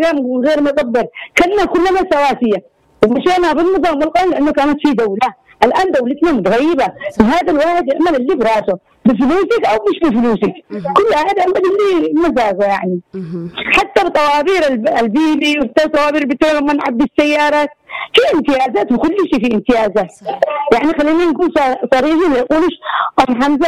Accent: Yemen; احنا كعرب او كيمني

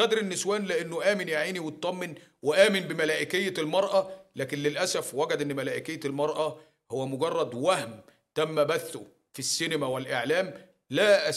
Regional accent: Egypt; أنا مواطن مصري

